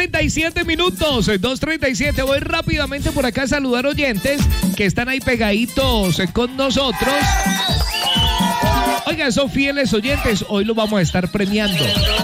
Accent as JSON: {"language": "Spanish", "region": "Antioquia", "country": "Colombia", "said": "somos paisas."}